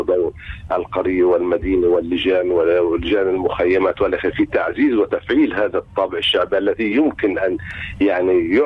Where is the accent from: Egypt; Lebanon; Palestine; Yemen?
Palestine; لذلك في لدينا الإمكانية كفلسطينيين أن نبتدع من الأساليب ما يعزز الحالة الديمقراطية